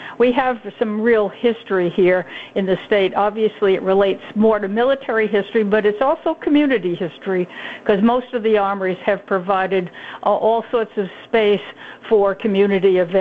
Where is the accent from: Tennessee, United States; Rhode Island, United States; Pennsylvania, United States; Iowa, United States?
Rhode Island, United States; Westerly; now in Warwick, United States; I'm down here at the Westerly Armory today. I do live in Warwick, I was born and raised in Westerly, so I'm down here.